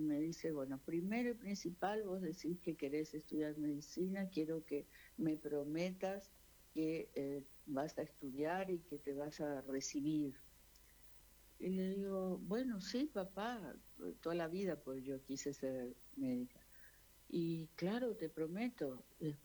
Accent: Argentina; moved away as an adult; now in Asunción, Paraguay; Sí, yo nací en la Argentina porque mis padres fueron paraguayos que se radicaron en la Argentina y bueno, fue así como yo nací en ese país hermano

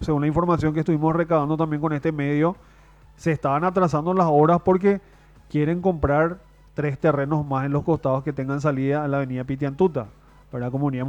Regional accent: Paraguay; para poder representarnos como paraguayos en lo más alto del podio

